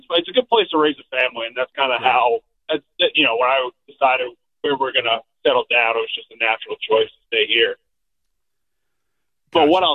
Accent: New York, United States; moved away; It took me a while to get used to living here because people are so nice. And growing up in New York, you know how it is.

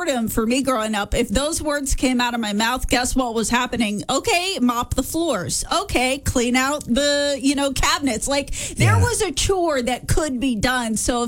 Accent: Houston, Texas, United States; whenever I was growing up in Houston, Texas, summers were exactly the same as Mis

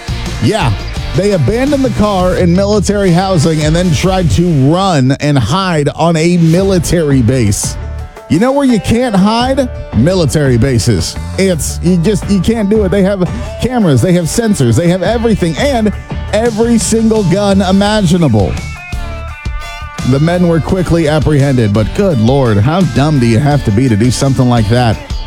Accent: Oceanside, California, United States; moved away; my hometown of Oceanside, California

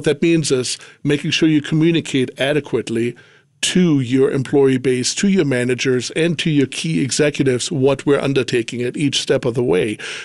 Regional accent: Germany; moved away as an adult; I didn't grow up over here. I grew up in Germany. Mm. Lived there for 20 years.

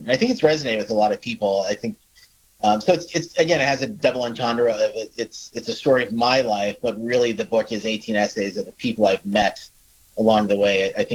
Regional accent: Fairfield, Connecticut, United States; moved away as an adult; I grew up in Fairfield, Connecticut, a great college town. I went to Fairfield Prep and played football and lacrosse there, and then went to Notre Dame.

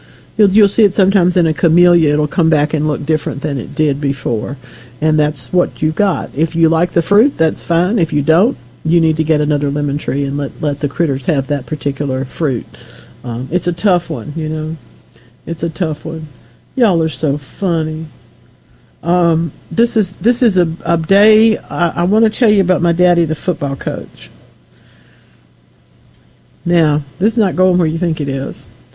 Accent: United States; He was the president of the school board in my hometown. Remember, we're sitting in front of the Washita River today. That's where he brought me up.

